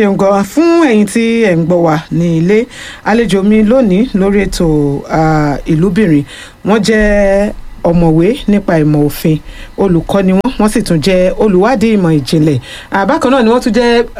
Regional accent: Ibadan, Oyo, Nigeria; Ọ̀pọ̀lọpọ̀ yín lè máa rò wípé ọmọ Ìbàdàn ni mí o, ẹkùn àríwá ìlú Ìbàdàn òun ni mo sì ti wá.

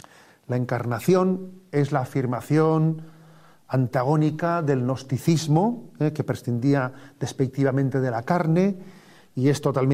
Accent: San Sebastián, Basque Country, Spain; born there; Yo siendo un chavalillo aquí en el colegio de Mundaiz

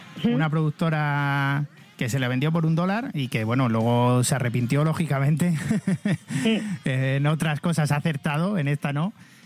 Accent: Spain

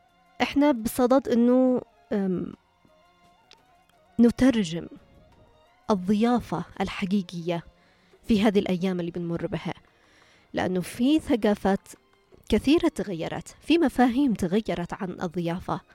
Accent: Yemen; نحن كشعب يمني

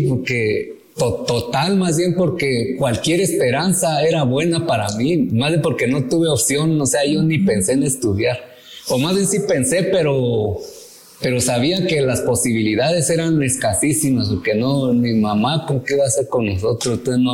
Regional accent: Cimatlán, Oaxaca, Mexico; Originario, soy del estado de Oaxaca, específicamente de un pueblo que se llama Yoquesco de Aldama, Cimatlán.

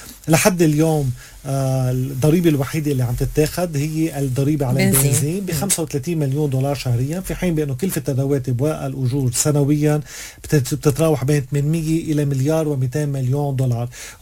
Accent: Lebanon; نحن رح ندفع حقه كلبنانيين

